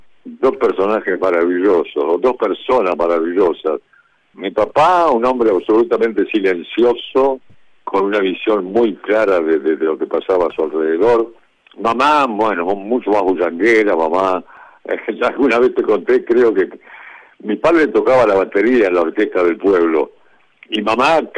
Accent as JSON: {"language": "Spanish", "town": "Colonia Belgrano", "region": "Santa Fe", "country": "Argentina", "tie": "born or raised there", "said": "Mi pueblo se llama Colonia Belgrano."}